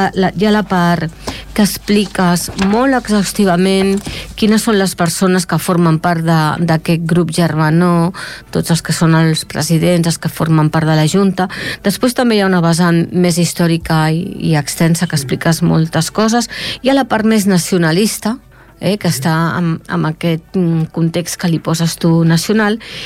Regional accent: Esplugues de Llobregat, Catalonia, Spain; la gent que vivim a Esplugues fa anys, doncs sempre li hem dit el barri del Sucre. Jo sóc de Can Clota, eh? Sí, jo visc al carrer del Sucre.

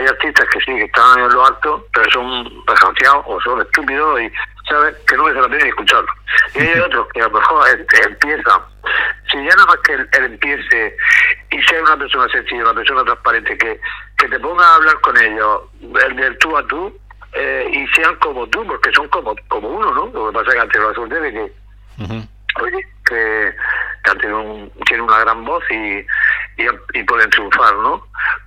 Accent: Region of Murcia, Spain; yo soy murciano de pura cepa, como te he dicho

